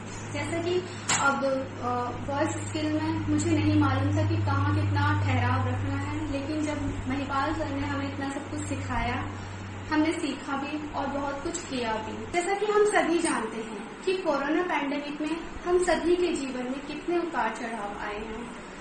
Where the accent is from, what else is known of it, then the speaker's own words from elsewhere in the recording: Delhi, India; नमस्कार दोस्तों … और मैं दिल्ली से हूँ।